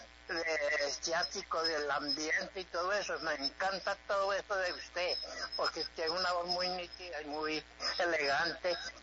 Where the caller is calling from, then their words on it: Pereira, Risaralda, Colombia; Desde aquí de Pereira con Dubán.